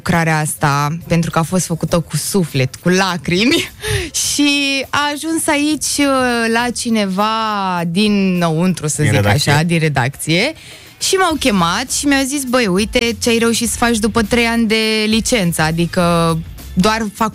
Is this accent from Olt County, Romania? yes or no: yes; Slatina, Olt County, Romania; born or raised there; moved away as an adult; now in Bucharest, Romania